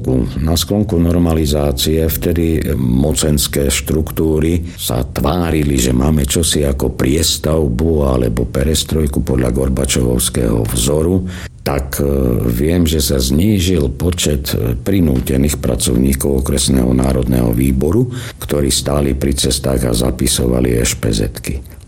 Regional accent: Jablonov, Prešov Region, Slovakia; lebo som vyrastal v Jablonova, v nedalekej farnosti.

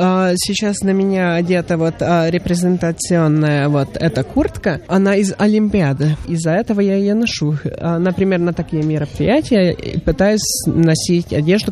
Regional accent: Slovakia; first language Hungarian; Russian is a second language; Русский язык для меня является иностранным языком. Моим родным языком венгерский и словацкий, так как у меня мама венгерка и папа словак.

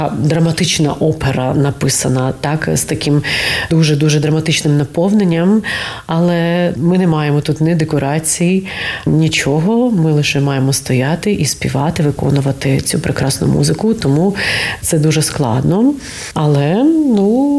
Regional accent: Kyiv, Ukraine; Але мої корені в Києві. Я корінна киянка. Я там виросла, вивчилася і потім вже поїхала, як то кажуть, працювати за професією.

